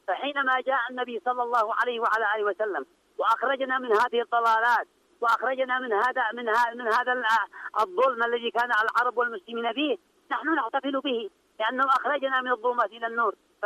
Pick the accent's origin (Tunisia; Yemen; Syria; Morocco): Yemen; نحن كيمنيين